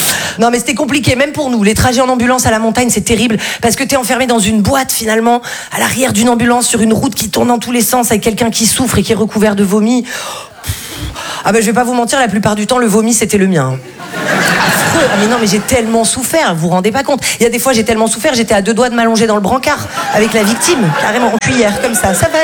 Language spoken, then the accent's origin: French; Val-de-Blore, Provence-Alpes-Côte d'Azur, France; moi, je viens d'un tout petit village qui s'appelle Val-de-Blore. C'est sublime, mais alors il faut pas du tout se faire mal là-bas, parce que si tu veux aller aux urgences, il faut faire 2 heures de route.